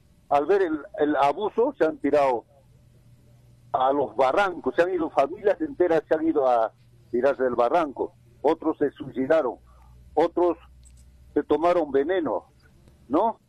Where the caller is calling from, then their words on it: Sandia, Puno, Peru; Hoy día había acá en mi tierra corte de luz